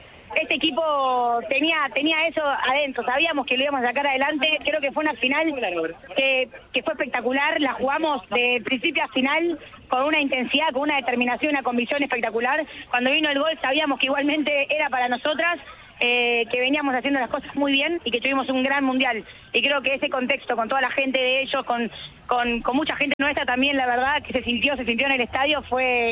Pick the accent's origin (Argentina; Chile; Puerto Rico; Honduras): Argentina; ella es nuestra bandera, como jugadora de hockey, como argentinas, 8 veces mejor jugadora del mundo